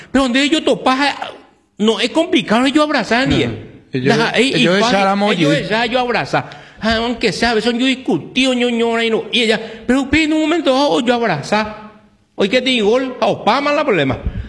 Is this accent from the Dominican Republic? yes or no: no; Paraguay; me conoce como el …